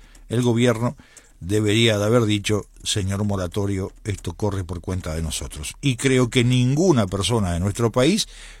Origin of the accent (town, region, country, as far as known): Uruguay